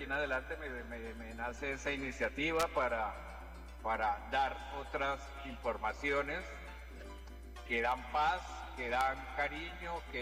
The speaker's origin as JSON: {"language": "Spanish", "town": "Une", "region": "Cundinamarca", "country": "Colombia", "tie": "born there", "said": "el menorcito, que nací en UNE, Cundinamarca, y allá en la iglesia de mi pueblito UNE fue que me bautizaron."}